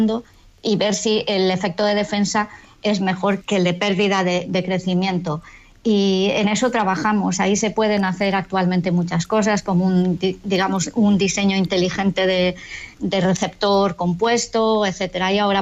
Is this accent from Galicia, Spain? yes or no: yes; Galicia, Spain; Bueno, pues porque yo soy gallega y cuando me vine a Galicia a la misión biológica